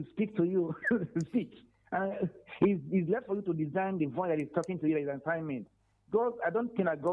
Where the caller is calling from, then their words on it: Enugu, Enugu State, Nigeria; I'm calling you from Enugu.